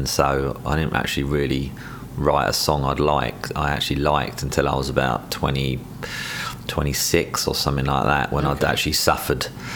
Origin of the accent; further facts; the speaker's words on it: England, United Kingdom; accent: English; I do it in a very English way, I guess. I just write honestly, and I write and sing in my own accent.